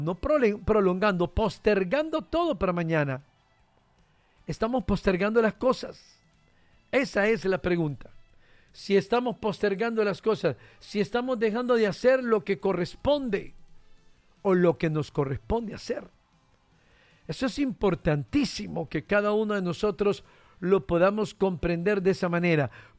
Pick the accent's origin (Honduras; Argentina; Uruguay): Honduras